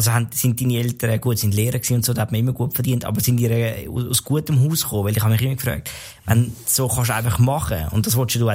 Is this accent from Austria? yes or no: no; Zurich, Switzerland; wie man das so, ich da bei uns in Zürich einer macht